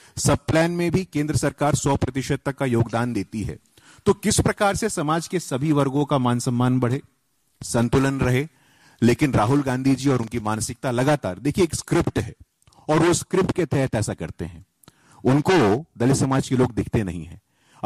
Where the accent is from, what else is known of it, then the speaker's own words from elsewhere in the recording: Bihar, India; मैं बिहार का रहने वाला हूं